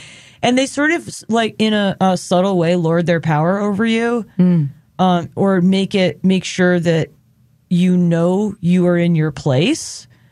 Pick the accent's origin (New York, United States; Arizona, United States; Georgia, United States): New York, United States; No, I'm from Long Island.